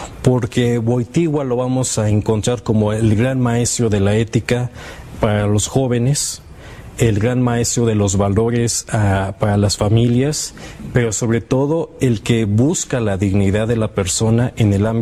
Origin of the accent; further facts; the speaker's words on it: Mexico; siendo más mexicanos.